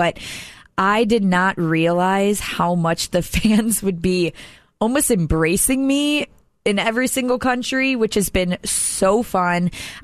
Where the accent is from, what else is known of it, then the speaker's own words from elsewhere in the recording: Chicago, Illinois, United States; Chicago. Yeah.